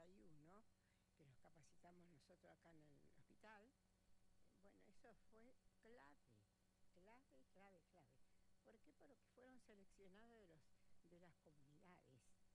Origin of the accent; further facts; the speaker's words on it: Picún Leufú, Neuquén, Argentina; now in Neuquén, Argentina; Yo nací en Picunefú, que queda 140 kilómetros de acá.